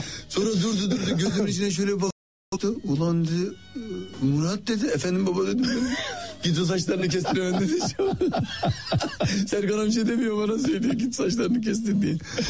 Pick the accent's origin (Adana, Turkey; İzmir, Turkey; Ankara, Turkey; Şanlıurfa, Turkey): Adana, Turkey; Fakir bir aile. Canım Adana'nın ben varoş mahallesinde işte gettosu, Koca Vezir denilen bir yerdir. Böyle orada yetiştim. Şimdi genelde Suriyeli, Afganların da olduğu bir yer. Yani öyle bir yerde yetiştim.